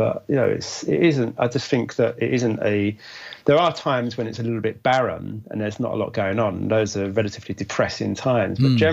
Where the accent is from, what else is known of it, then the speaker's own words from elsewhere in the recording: London, United Kingdom; I grew up in London, and that's what I know. I know East London, yeah. West London, Central London, South London.